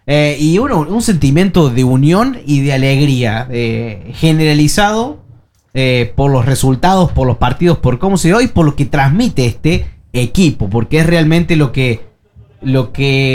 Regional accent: Argentina; now in Norway; algo muy parecido a como somos los argentinos

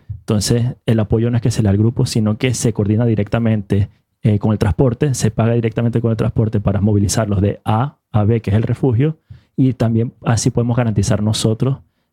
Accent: Venezuela; tuve la oportunidad como venezolano, fui a apoyar al evento que tuvieron ahí en Buxtabaya, en 43.

